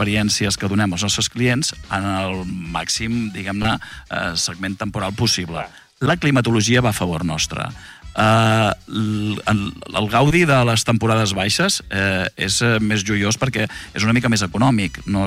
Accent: Cambrils, Catalonia, Spain; Jo sóc de Cambrils. El càmping nostre és el Platja Cambrils.

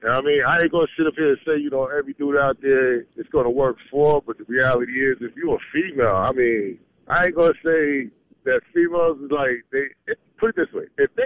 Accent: New York, United States; now in Brunswick, United States; Well, right now I'm in Brunswick, Georgia. I come from New York.

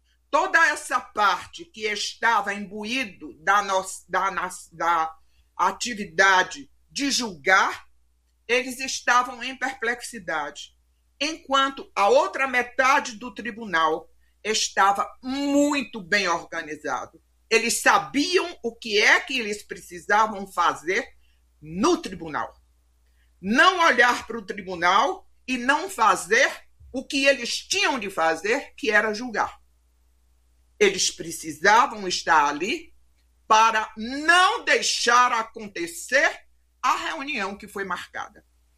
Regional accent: Brazil; como brasileira, como magistrada que fui

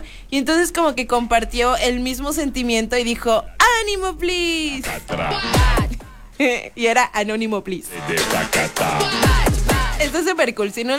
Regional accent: Mexico; Mexicana, que no olvida, perdona, pero no olvida.

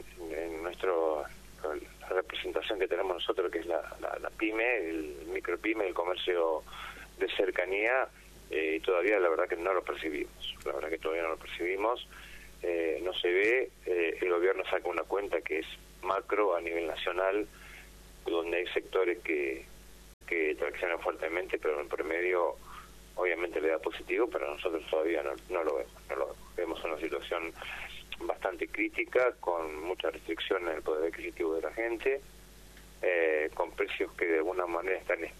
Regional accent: Moreno, Buenos Aires Province, Argentina; Mira, yo soy de provincia de Buenos Aires, de Moreno.

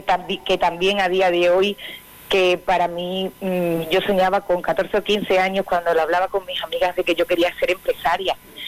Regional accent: Calamonte, Extremadura, Spain; me di cuenta de que Arroyo, porque yo realmente soy de Calamonte, uh-huh.

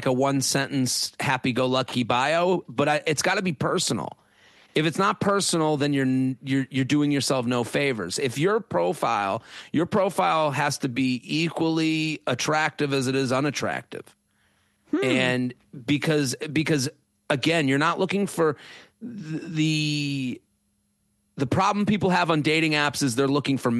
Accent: Needham, Massachusetts, United States; I'm from Needham.

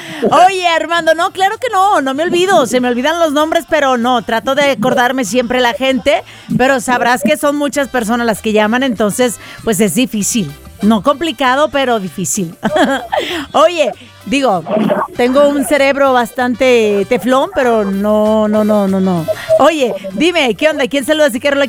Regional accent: Mexico

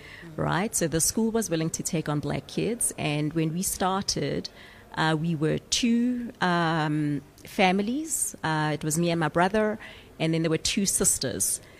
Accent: Johannesburg, Gauteng, South Africa; born there; also born or lived in Mathibestad / Bryanston; I spent my childhood in the village of Matibestad and Alexandra Township and then Bryanston. So, and a lot of South Africans are that, right, where we have a foot in many places, the village, the township, the suburban experience.

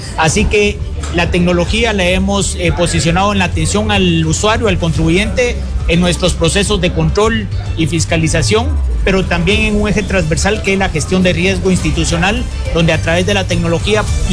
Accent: Guatemala; como guatemaltecos siempre queremos más

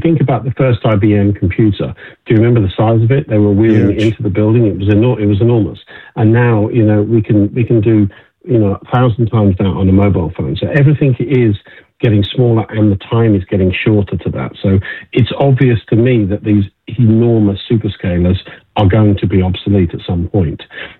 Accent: United Kingdom; And, you know, I'm a Brit, but I still want America to win on in this race.

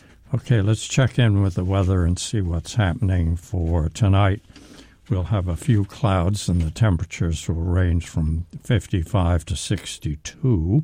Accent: Philadelphia, Pennsylvania, United States; I know I'm from Philly

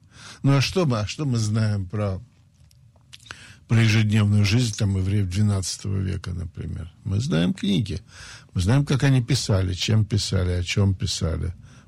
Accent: Saint Petersburg, Russia

